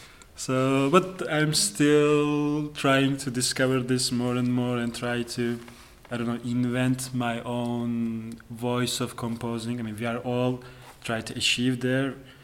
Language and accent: English; Istanbul, Turkey; I am 27 years old and I am coming from Turkey. I'm from Istanbul.